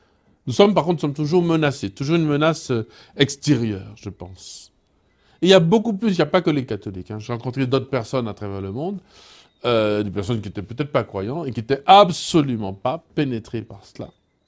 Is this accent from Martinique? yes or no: yes; Martinique; Et tu dis, je suis de la France, de la Martinique.